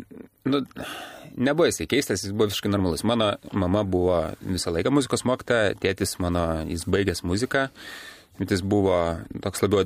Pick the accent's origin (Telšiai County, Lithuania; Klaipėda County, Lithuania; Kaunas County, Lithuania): Klaipėda County, Lithuania; Agluonėnai; ir aš augau Aglonėnuose. Aglonėnai, Klaipėdos rajonas, dabar priklauso ir tada priklausė Mažosios Lietuvos regionui ir mokiausi, aš pradžioj pradinį mokyklą į pačios Aglonėnuose, o paskui mokiausi Klaipėdai.